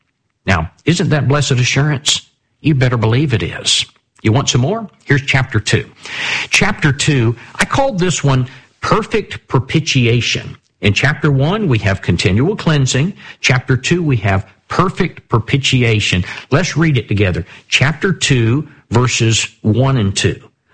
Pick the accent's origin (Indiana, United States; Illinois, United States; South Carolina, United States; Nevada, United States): South Carolina, United States; now in Georgia, United States; I'm not from here. I'm from South Carolina.